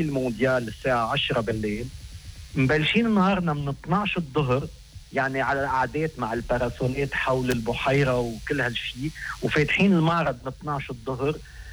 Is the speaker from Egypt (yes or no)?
no; Lebanon